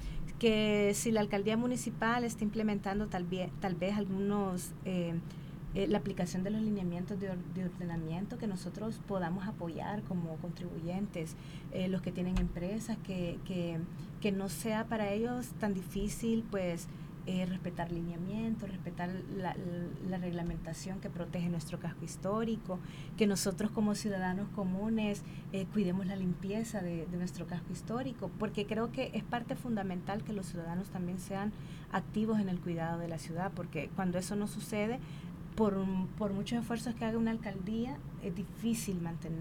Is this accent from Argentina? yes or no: no; Honduras; ¿por qué nosotros como hondureños no podríamos?